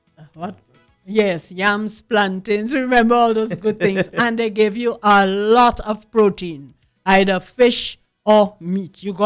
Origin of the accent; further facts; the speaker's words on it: Dominica; I didn't meet anybody from Martinique, and I was the representative from Dominica.